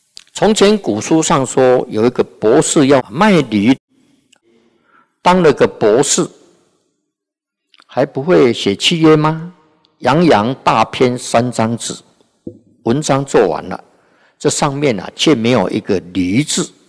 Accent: Taichung, Taiwan; 他是彰化人，我们是台中人。

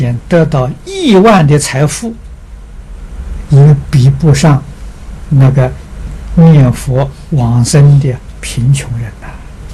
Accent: China; 我们中国人讲五福

